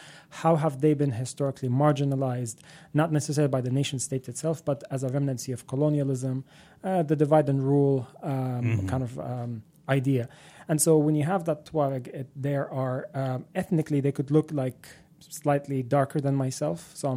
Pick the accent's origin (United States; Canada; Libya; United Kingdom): Libya; I'm from Libya